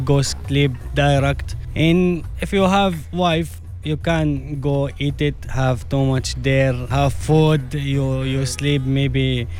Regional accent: Baniyas, Tartus Governorate, Syria; English is a second language; I live by the sea in Syria. Name for Banias, Tartus.

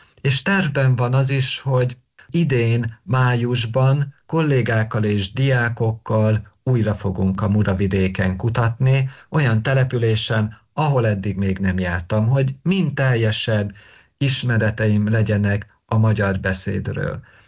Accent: Zakarpattia Oblast, Ukraine; ezt ugye Ungvár környékén pocshalnak nevezik, Zsitkócon ebirocának. A létra, amire felmásztunk, szülőföldemen láptó.

